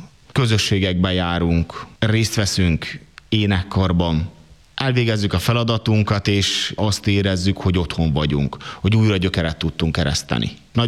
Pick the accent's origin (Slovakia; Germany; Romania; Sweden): Romania; Transylvania; now in Sárvár, Hungary; Legyenek tisztában a saját identitásukkal, mint székelyek, mint erdélyi emberek, és legyenek tisztában az identitásukkal, mint sárvári, mint ikervári, mint vas megyei emberek, hogy tudják, hogy ide is tartozunk, és oda is tartozunk.